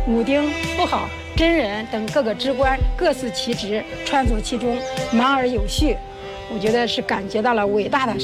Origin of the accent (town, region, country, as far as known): China